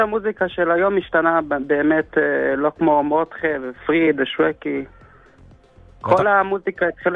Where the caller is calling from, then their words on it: Beit Shemesh, Jerusalem District, Israel; אני בבית שמש.